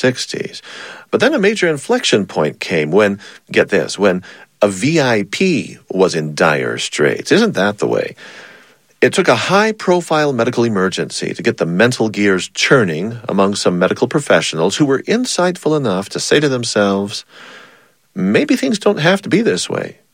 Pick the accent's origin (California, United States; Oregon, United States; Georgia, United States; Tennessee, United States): California, United States; San Diego; Well, I myself was just a 4-year-old Navy brat growing up in San Diego, California.